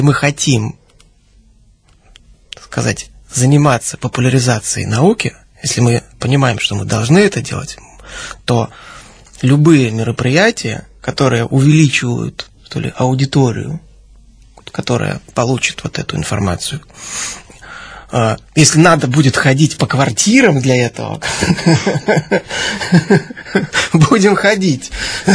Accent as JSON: {"language": "Russian", "region": "Saint Petersburg", "country": "Russia"}